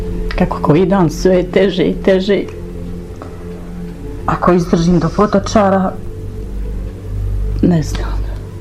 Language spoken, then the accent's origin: Bosnian; Srebrenica, Republika Srpska, Bosnia & Herzegovina; Jer ja sam inače rodom od Srebrenice i najviše odem i u to mjesto gdje sam se rodila